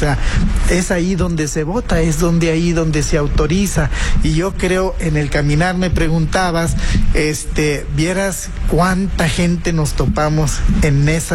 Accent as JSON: {"language": "Spanish", "town": "Saltillo", "region": "Coahuila", "country": "Mexico", "said": "No, yo soy de aquí, de Saltillo."}